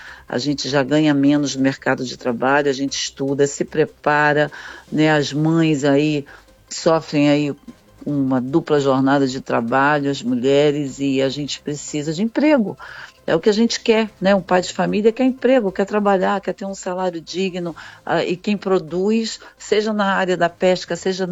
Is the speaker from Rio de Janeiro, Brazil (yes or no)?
yes; Maricá, Rio de Janeiro, Brazil; Eu sou de Maricá, mas tenho também residência em Arraial